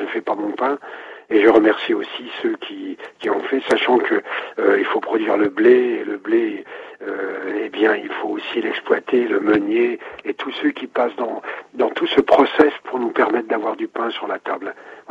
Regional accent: Grand Est, France; je suis des Ardennes, donc j'ai un jardin

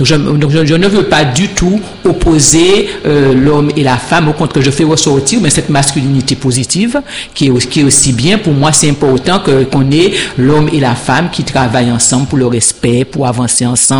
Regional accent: Pointe-à-Pitre, Guadeloupe; Comme j'ai grandi à Pointe-à-Pitre, donc c'est une ville que j'aime beaucoup.

